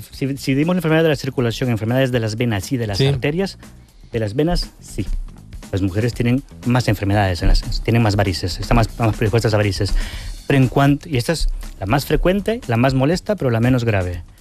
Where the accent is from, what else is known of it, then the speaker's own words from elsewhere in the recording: El Salvador; now in Spain; Soy de Salvador.